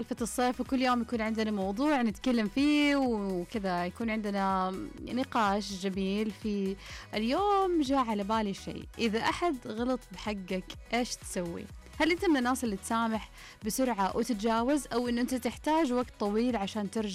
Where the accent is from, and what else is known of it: Saudi Arabia